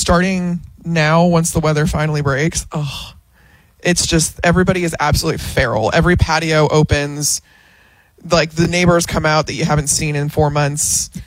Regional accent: Chicago, Illinois, United States; It was so funny because I grew up in Chicago and the Cubs were on WGN, which was also national.

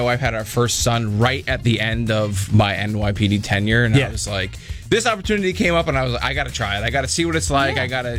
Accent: Long Island, New York, United States; moved away as an adult; now in Hyde Park, United States; So I grew up in Long Island, actually, in a cop family. My dad was a Suffolk County police officer.

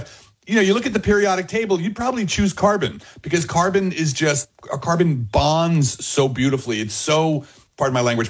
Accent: Belleville, New Jersey, United States

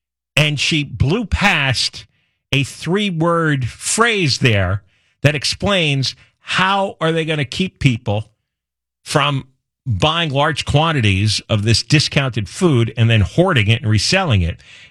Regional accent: Northeast, United States; I grew up in the Northeast

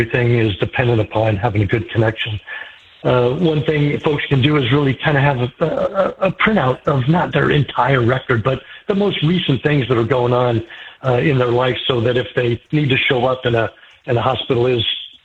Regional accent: California, United States; born there; I was born in California, but was dad was in the Air Force. I was in the Army, so we moved around a bunch.

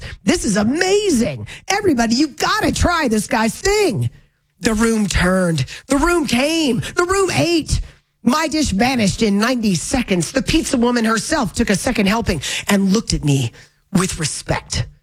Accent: the South, United States; But I'm from the South.

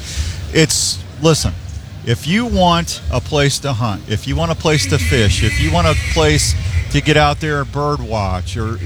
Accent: Missouri, United States; now in Iowa, United States; growing up in Missouri

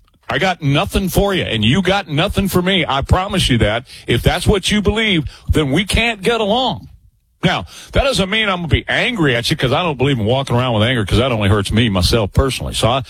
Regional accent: San Antonio, Texas, United States; Antonio, my hometown.

